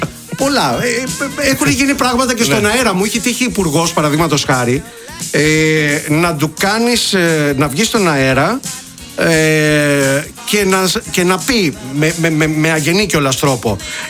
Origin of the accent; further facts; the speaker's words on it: Molaoi, Peloponnese, Greece; στο χωριό μου στου Μολάου.